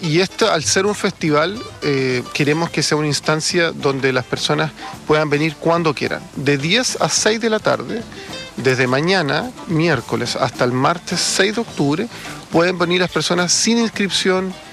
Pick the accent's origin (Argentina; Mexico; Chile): Chile; Valdivia, Los Ríos; yo crecí acá en Valdivia